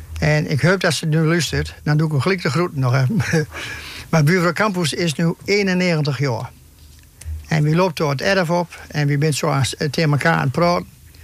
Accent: Apeldoorn, Gelderland, Netherlands; born there; moved away as an adult; hier in Apeldoorn. En ik ben doorweg gegaan. Ik geloof dat ik toen 18 jaar was. En ben ik ook nooit meer teruggekomen

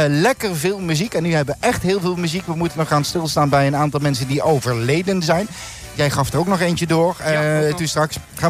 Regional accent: Sittard, Limburg, Netherlands; En dat was op een, ik kom uit Sittard.

